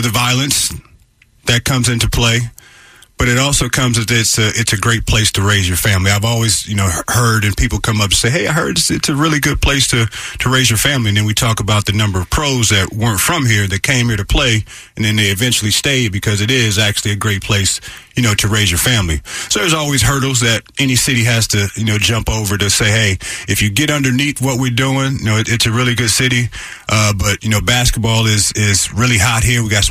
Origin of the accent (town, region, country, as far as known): St. Louis, Missouri, United States